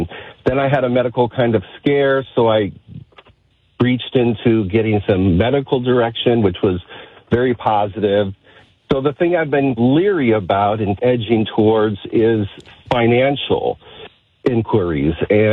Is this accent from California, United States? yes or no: yes; California, United States; now in Michigan, United States